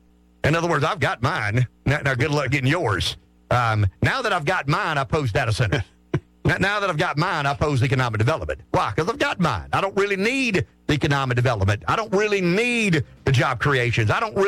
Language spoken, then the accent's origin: English; Pamplico, South Carolina, United States; I mean, I'm from Pamplico. You know, it breaks my heart when I ride by there, and it's unoccupied and has been for years